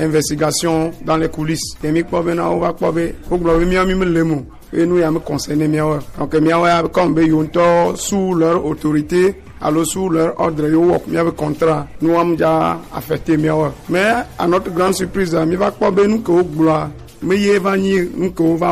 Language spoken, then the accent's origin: French; Togo; À mes sœurs que là on doit en tant que Togolais.